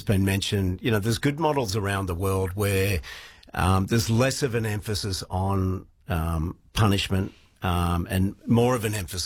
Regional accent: Sydney, New South Wales, Australia; I grew up in Upper North Shore, Sydney, very privileged upbringing, went to a private school

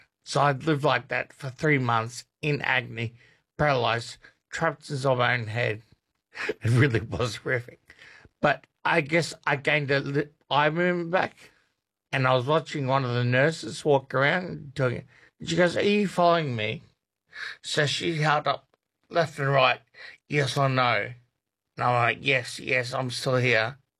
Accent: Melbourne, Victoria, Australia; now in Darwin, Australia; I'm from Melbourne, born and bred, and I live in Darwin.

